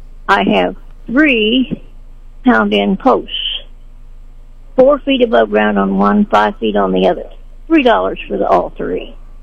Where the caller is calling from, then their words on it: Sedalia, Missouri, United States; I'm calling from Sedalia.